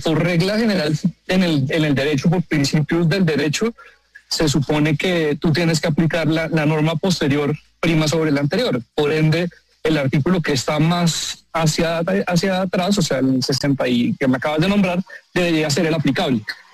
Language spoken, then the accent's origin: Spanish; Mexico; porque yo soy de México